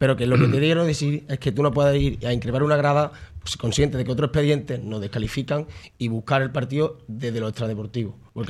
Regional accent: Montilla, Andalusia, Spain; soy de Montilla. Y estoy comparto día a día, comparto tertulia, estoy en los bares, estoy en mi pueblo.

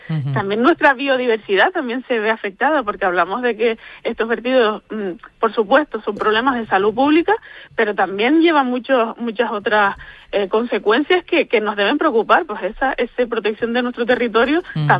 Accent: Lanzarote, Canary Islands, Spain; todos los lanzaroteños y lanzaroteñas

